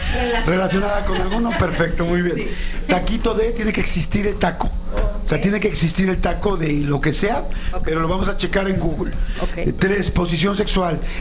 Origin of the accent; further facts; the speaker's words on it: Mexico; somos tan mexicanos